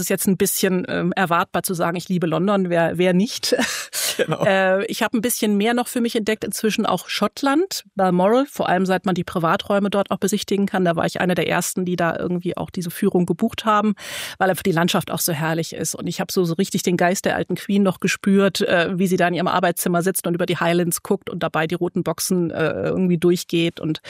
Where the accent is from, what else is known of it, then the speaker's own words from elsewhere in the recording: Berlin, Germany; born there; also born or lived in United Kingdom; now in Hamburg, Germany; bin ich geborene Berlinerin, keine Hamburgerin.